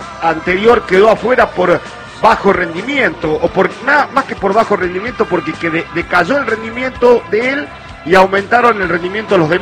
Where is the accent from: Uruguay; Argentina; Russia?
Argentina; Pero bueno, somos argentinos y sí.